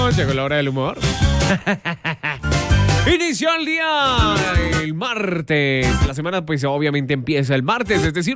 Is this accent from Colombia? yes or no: yes; Colombia